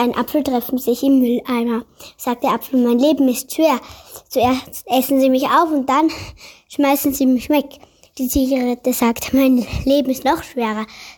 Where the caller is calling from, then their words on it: Styria, Austria; ich wohne in der Steiermark